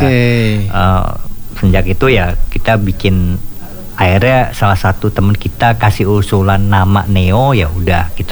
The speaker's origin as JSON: {"language": "Indonesian", "town": "South Jakarta", "region": "Jakarta", "country": "Indonesia", "said": "Susah karena kita anak Jaksel gitu."}